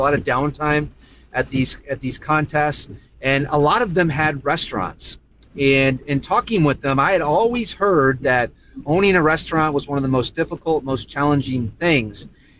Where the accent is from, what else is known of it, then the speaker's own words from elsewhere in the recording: St. Louis, Missouri, United States; I'm originally from Missouri. I'm 50 years old, originally from St. Louis, and I grew up in St. Louis eating barbecue at a place called Bandanas, which is a regional spot.